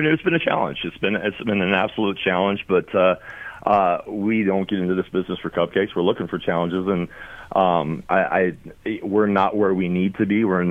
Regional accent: Pacific Northwest, United States; moved away as an adult; also born or lived in Montana; now in Sioux Falls, United States; My wife is from the area. I'm actually originally a Montana boy. I grew up in the Pacific Northwest

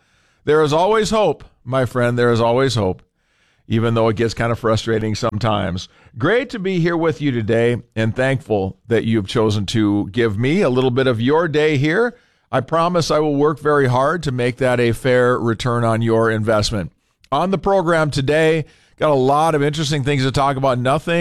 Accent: Minnesota, United States; born there; now in Fargo, United States; northern Minnesota, my home state.

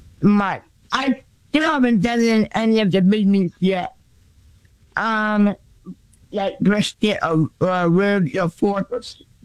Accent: New England, United States; So I'm from New England.

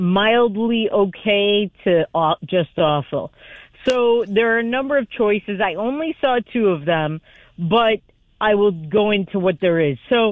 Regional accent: Detroit, Michigan, United States; It takes place in Detroit, my hometown, where I live in the Detroit area

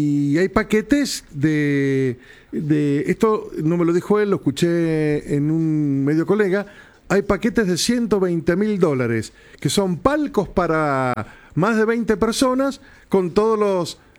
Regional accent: Paraguay; Todos somos paraguayos. Vamos los paraguas.

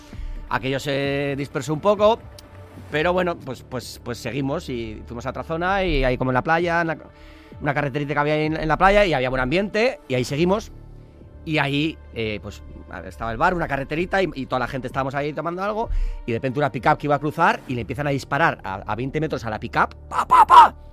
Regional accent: San Sebastián, Basque Country, Spain; Soy de Donosti, soy hombre de mar, o sea, yo he nadado toda mi vida.

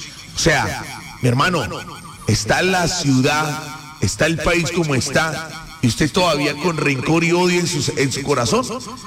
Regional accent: Colombia; Aquí todos somos colombianos, aquí todos nos ayudamos

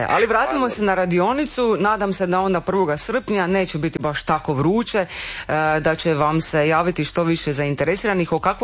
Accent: Split-Dalmatia County, Croatia; dolazim iz Cetinske krajine

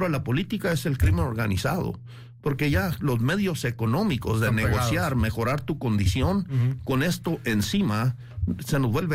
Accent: Chihuahua, Mexico; born there; Yo nací en Chihuahua y pues realmente me considero un mexicano.

